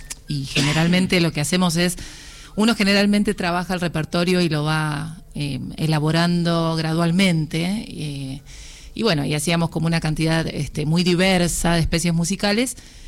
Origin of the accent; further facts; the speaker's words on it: Buenos Aires, Argentina; Sí, de capital, sí. De acá de Boedo.